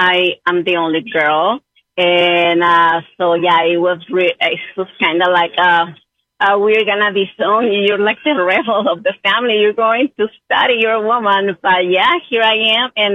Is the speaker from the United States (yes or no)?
no; Mexico; accent: Mexican; moved away as an adult; Well, my background, you can hear from my accent, like my husband says, I speak like Sofia Vergara. I'm from Mexico.